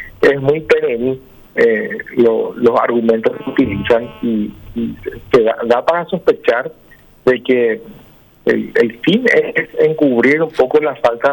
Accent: Paraguay; ningún paraguayo tenemos absolutamente nada que ver.

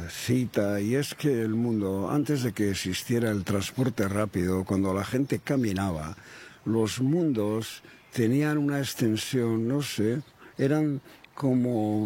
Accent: Asteasu, Basque Country, Spain; Donde yo nací, Asteasu, en nuestro lenguaje, Astiasu, está a 4 kilómetros de las grandes papeleras de Tolosa, Bellabona, etcétera

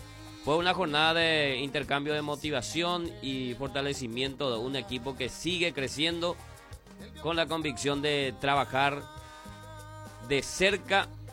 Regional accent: Paraguay; vamos a ir a sufragar, ya hasta ya depositar la año de voto como paraguayo que somos

